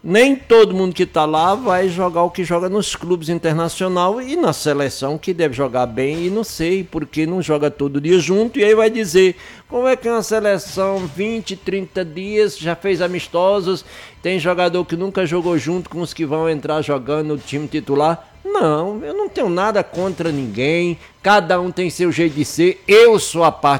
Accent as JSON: {"language": "Portuguese", "country": "Brazil", "said": "que eu sou brasileiro"}